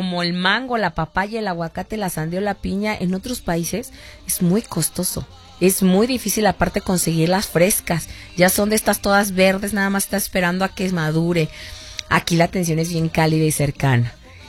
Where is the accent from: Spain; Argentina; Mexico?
Mexico